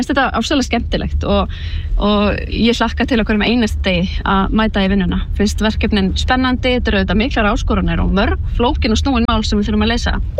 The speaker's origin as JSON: {"language": "Icelandic", "town": "Reykjavík", "region": "Capital Region", "country": "Iceland"}